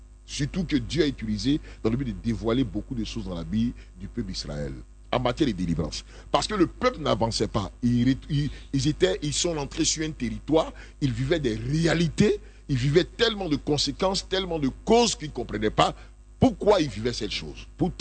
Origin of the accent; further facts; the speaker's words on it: Côte d’Ivoire; Mon origine, c'est la Côte d'Ivoire. Mon origine, là, c'est la Côte d'Ivoire.